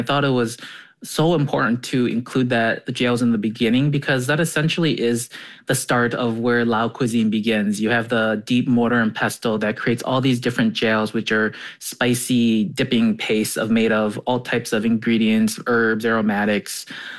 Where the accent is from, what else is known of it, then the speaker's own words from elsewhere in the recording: Wisconsin, United States; I was raised in Wisconsin in the Midwest most of my life.